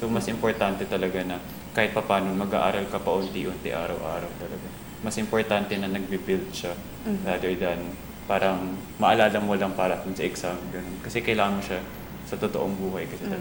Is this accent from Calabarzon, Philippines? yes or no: no; Pasig, Metro Manila, Philippines; Ako, taga Pasig.